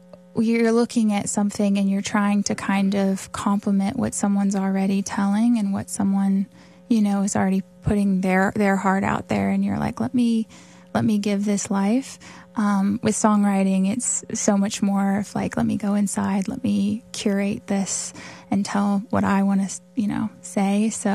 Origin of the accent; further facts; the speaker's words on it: Pendleton, Kentucky, United States; now in Louisville, United States; I grew up in Pendleton, Kentucky, actually.